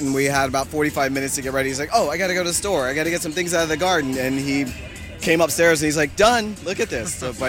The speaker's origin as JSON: {"language": "English", "town": "Portland", "region": "Oregon", "country": "United States", "said": "Portland, Oregon."}